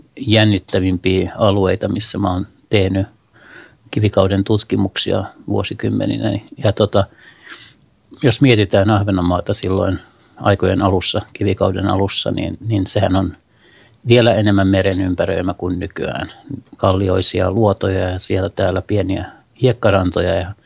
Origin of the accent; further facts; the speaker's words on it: Hanko, Uusimaa, Finland; koko lapsuuteni viettänyt Hangossa ja nuoruuteni merellä erilaisissa paikoissa